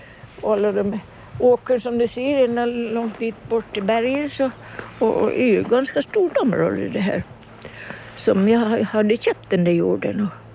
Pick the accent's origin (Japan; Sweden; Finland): Finland; Kumlinge, Åland; moved away; Ja, så växte jag upp här på Kumlinge. Och sen så fick jag för mig att jag skulle lite ut och se mig omkring. Och så får vi till Amerika.